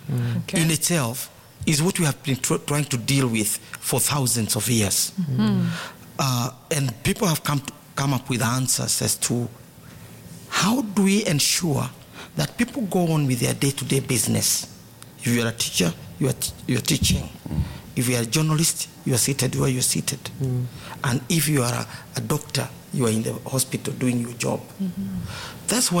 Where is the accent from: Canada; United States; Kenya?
Kenya; As Kenyan.